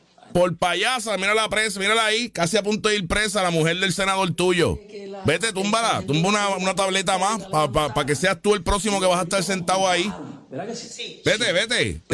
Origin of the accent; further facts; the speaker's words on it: Puerto Rico; Pues yo como puertorriqueño quiero que se quede allí la palguera.